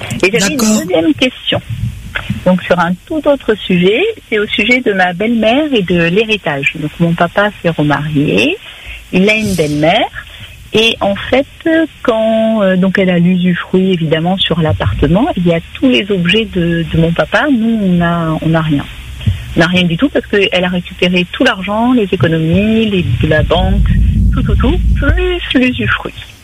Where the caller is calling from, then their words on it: Réunion; moi-même je suis à La Réunion